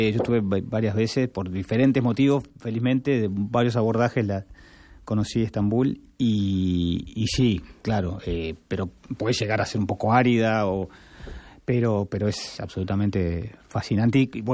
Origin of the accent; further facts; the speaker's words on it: Uruguay; moved away; also born or lived in Argentina; yo viví, naturalmente soy de Uruguay, viví muchos años en Argentina